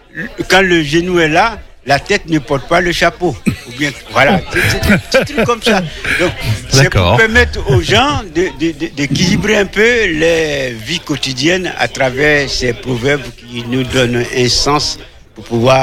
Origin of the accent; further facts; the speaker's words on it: Côte d’Ivoire; now in Angers, France; je suis ivoirien